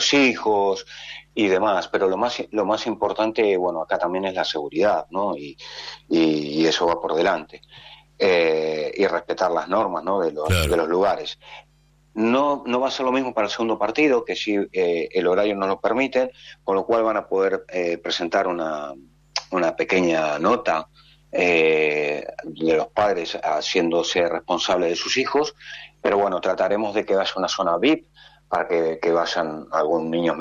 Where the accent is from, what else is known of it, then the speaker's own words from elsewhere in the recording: Argentina; Es normalmente lo hacemos totalmente familiar, ¿no? Porque así somos los argentinos.